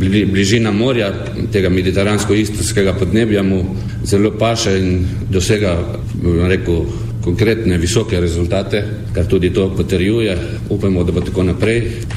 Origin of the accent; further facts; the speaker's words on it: Slovenian Littoral, Slovenia; prihajam iz Slovenske obale, imam družinsko posestvo, 20 hektarjev